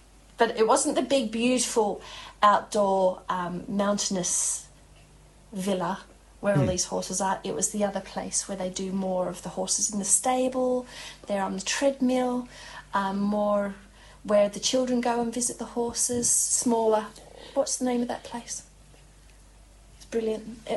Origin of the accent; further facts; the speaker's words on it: Australia; now in Cambridge, United Kingdom; I couldn't return to the UK without an Irish passport as an Australian.